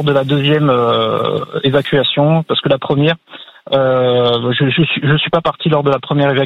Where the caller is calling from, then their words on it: Audenge, Nouvelle-Aquitaine, France; J'habite à Audenge, ouais. Parce que j'ai fait construire à Audenge